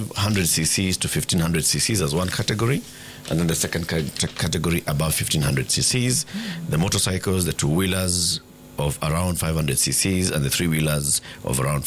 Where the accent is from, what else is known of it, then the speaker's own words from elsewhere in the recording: Kenya; Because I am Kenyan